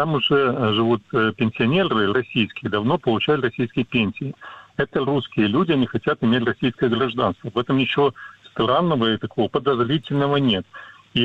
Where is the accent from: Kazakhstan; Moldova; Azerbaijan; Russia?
Moldova; Transnistria; я сам из Приднестровья находился в той ситуации, много лет не мог получить российский паспорт.